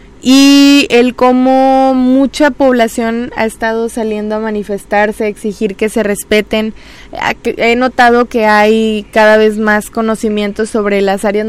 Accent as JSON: {"language": "Spanish", "country": "Mexico", "said": "nosotros mismos como mexicanos que vivimos aquí"}